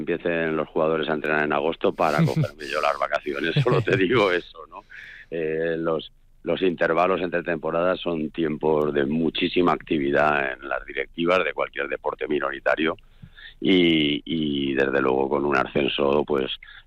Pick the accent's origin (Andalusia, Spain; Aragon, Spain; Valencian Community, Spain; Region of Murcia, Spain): Valencian Community, Spain; Sagunto; Para la población de Sagunto, tener un equipo en la máxima categoría, yo digo que somos de Poble, que no somos de la capital.